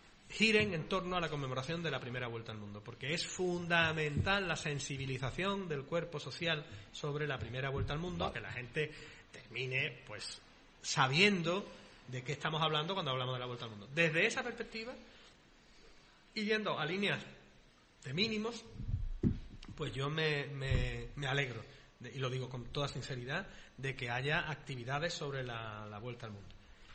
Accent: Pamplona, Navarre, Spain; Yo que soy totalmente de Pamplona, por más que a mí me guste el norte

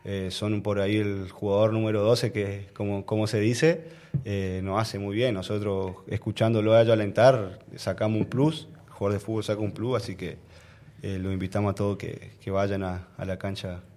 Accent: Argentina; esa historia que nos pasó como argentinos.

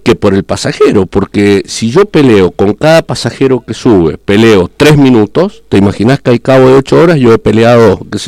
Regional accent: Mendoza, Argentina; Yo vengo de Mendoza, sí. Manejé un par de años en Mendoza.

